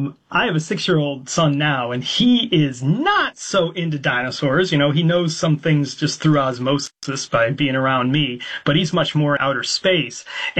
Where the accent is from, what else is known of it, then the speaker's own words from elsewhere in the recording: Ottawa, Illinois, United States; now in Scotland, United Kingdom; I'm joining you from Scotland, where I live, but I grew up in Illinois, out in farm country in Ottawa, Illinois.